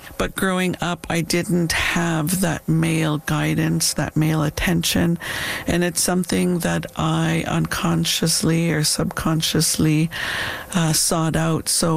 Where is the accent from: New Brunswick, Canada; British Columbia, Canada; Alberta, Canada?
British Columbia, Canada; Dog Creek; born or raised there